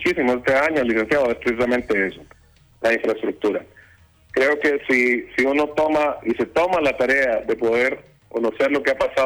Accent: Honduras; creo que tenemos mucho que ofrecer y también mucho que conocer como hondureños.

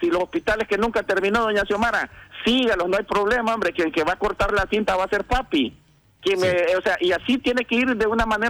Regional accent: Honduras; Nosotros como hondureños

